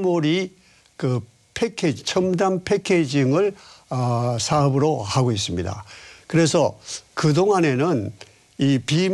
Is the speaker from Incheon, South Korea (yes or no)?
no; Daegu, South Korea; moved away as an adult; 대구에서 고등학교까지 졸업하고 대학을 서울로 진학했습니다.